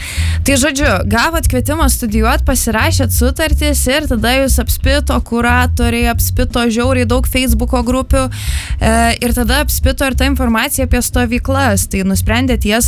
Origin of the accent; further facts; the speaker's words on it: Panevėžys, Panevėžys County, Lithuania; aš irgi iš Panevėžio